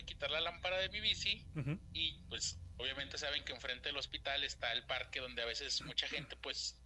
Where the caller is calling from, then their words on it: Guadalajara, Jalisco, Mexico; De aquí, de Guadalajara, del merito Huentitán el Bajo.